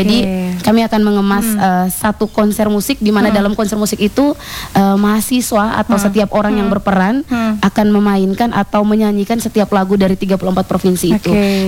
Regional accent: Ende, East Nusa Tenggara, Indonesia; kita orang Ende

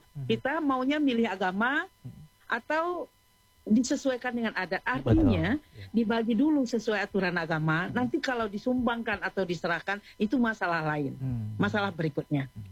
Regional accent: West Sumatra, Indonesia; now in Australia; kita sebagai orang Minang. Sebagai orang yang menjaga agama dan adat.

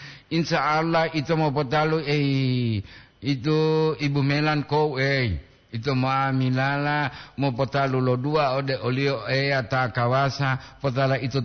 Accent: Gorontalo, Indonesia; Saya asli Gorontalo, selamat merantau.

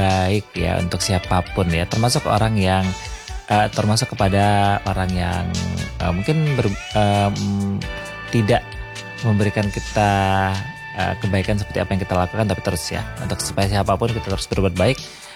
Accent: East Lombok, West Nusa Tenggara, Indonesia; moved away; di sebagian Lombok Timur termasuk di kampung halaman saya.

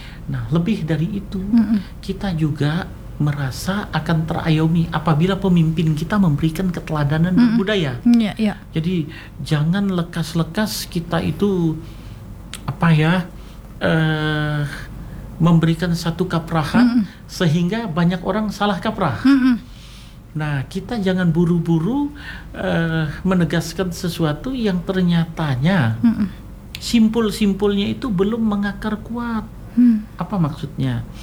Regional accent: West Kalimantan, Indonesia; Sebagai anak Kalimantan Barat

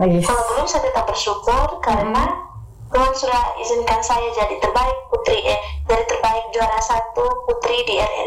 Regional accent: West Nusa Tenggara, Indonesia; lagunya dari Ntb nih, sedangkan saya dari Ntb.

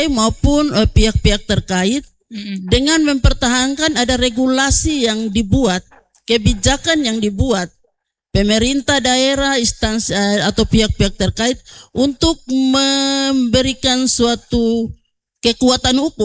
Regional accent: West Papua, Indonesia; kami di suku Doreri

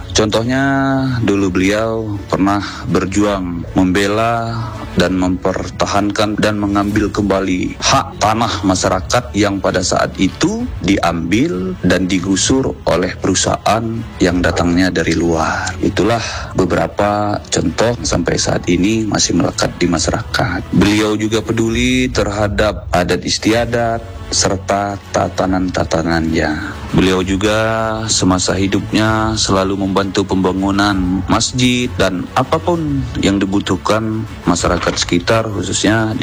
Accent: Lampung, Indonesia; karena itu merupakan fiil bagi kita orang Lampung Waikanan.

